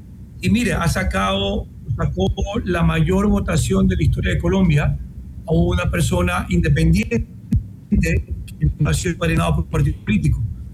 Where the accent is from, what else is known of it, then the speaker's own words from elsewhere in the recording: Ecuador; nosotros como ecuatorianos, como frontera